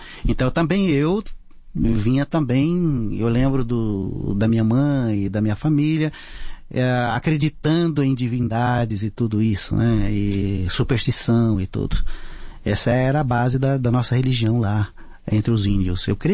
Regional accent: Mato Grosso do Sul, Brazil; first language Terena; Portuguese is a second language; moved away; eu nasci na tribo da tribo dos Terenas, em Mato Grosso do Sul, entre Aquidauana e Miranda, lá nas portas do Pantanal Mato Grossense. Lá é um lugar muito bonito, um lugar maravilhoso, perto da natureza.

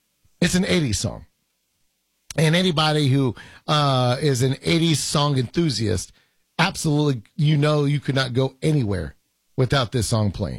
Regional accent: Tennessee, United States; But I'm from Tennessee. I still wouldn't care.

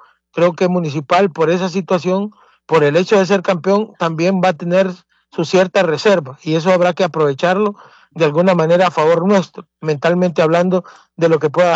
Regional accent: Honduras

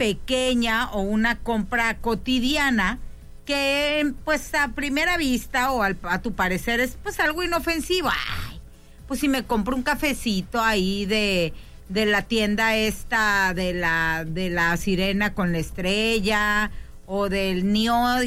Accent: Mexicali, Baja California, Mexico; pero pues soy de Mexicali, vivo muy a gusto aquí, no tengo pensado irme a vivir a Alaska ni a ningún otro lugar.

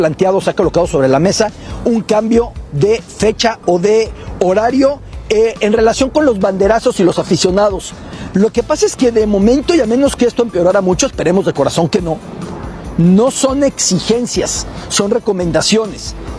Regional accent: Mexico City, Mexico; siendo chilango de cepa

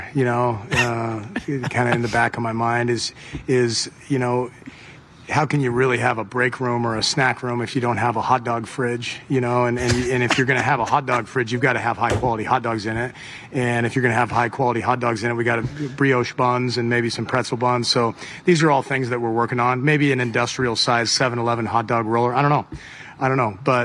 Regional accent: United States; I'm from America.

